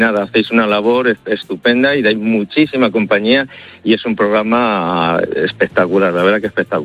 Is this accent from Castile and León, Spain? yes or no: no; Madrid, Community of Madrid, Spain; born there; moved away as an adult; now in Talavera de la Reina, Spain; Yo soy de Madrid. Además de cerca de donde vive El Pulpo, que hemos estudiado en el mismo colegio.